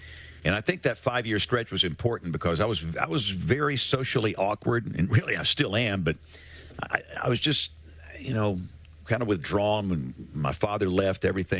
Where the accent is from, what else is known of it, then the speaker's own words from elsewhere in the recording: Greenville, Alabama, United States; now in Birmingham, United States; where I'm from Greenville originally